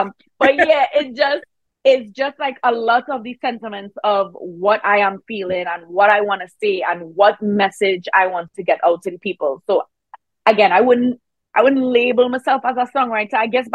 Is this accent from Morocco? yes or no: no; Trinidad & Tobago; I am from Trinidad. I play mass.